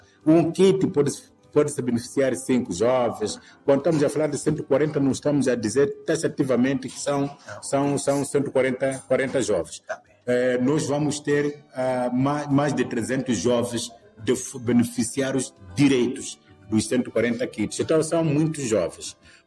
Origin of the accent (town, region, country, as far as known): Mozambique